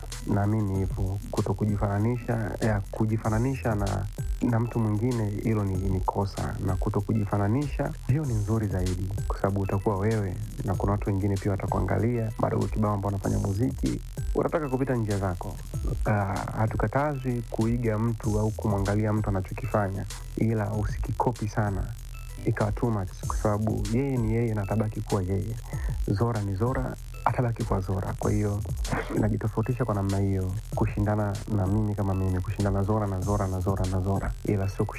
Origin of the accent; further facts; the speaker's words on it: Tabora, Tanzania; mimi natokea Tabora na natokea Misole kabisa, kijijini nyumbani kabisa Bush.